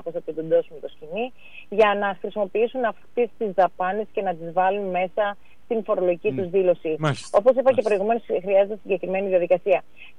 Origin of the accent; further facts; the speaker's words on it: Greece; εμείς σαν Έλληνες και φορολογούμενοι